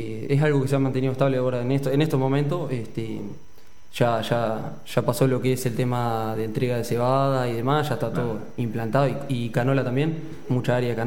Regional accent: Soriano, Uruguay; also born or lived in Ombúes de Lavalle, Colonia; soy oriundo de paraje Arroyo del Medio, departamento Soriano. Kilómetro 47 de 500, más específicamente.

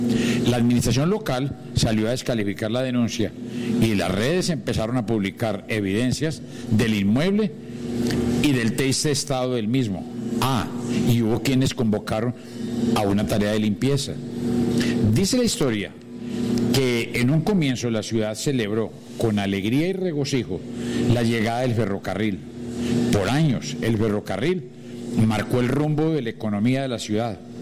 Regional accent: Paisa region, Colombia; Somos orgullosamente paisas

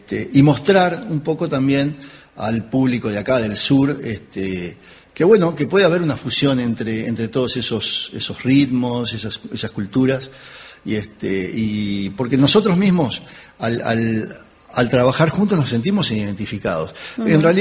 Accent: Montevideo, Uruguay; also born or lived in Juan Lacaze; En realidad yo nací en Juan Lacase, pero de chiquito me trajeron a Montevideo.

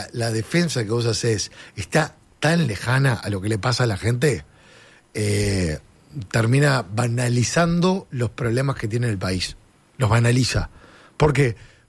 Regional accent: Uruguay

